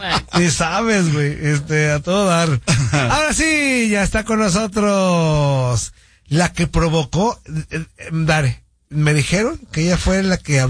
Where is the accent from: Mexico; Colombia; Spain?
Mexico; No somos ticos, somos mexicanos.